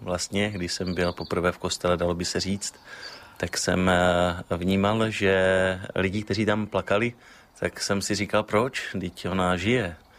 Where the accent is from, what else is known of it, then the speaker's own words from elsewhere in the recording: Ostrava, Moravian-Silesian Region, Czechia; also born or lived in Havířov; now in Zátor, Czechia; jsem z Ostravy Poruby. Sice první 2-3 roky jsme bydleli v Havířově, ale pak většinu života jsem strávil vlastně v Ostravě Porubě.